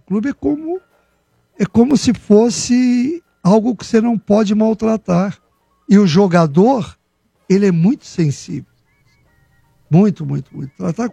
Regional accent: Adamantina, São Paulo, Brazil; Eu sou de Adamantina

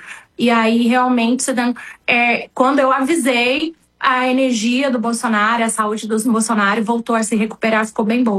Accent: Brasília, Federal District, Brazil; born there; now in Balneário Camboriú, Brazil; Não, eu nasci em Brasília, tá? Fui morar em Santa Catarina, Balneário Camboriú, tem 14 anos que moro lá

